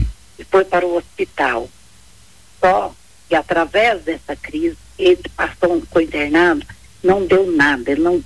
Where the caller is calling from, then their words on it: Goiânia, Goiás, Brazil; Goiânia, Goiás.